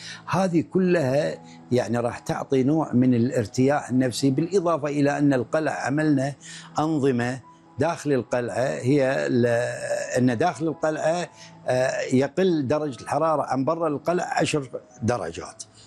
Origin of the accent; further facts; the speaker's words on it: Kuwait; ووجود خبراء وكبار في مجال المعالجات الطب البديل عندنا في الكويت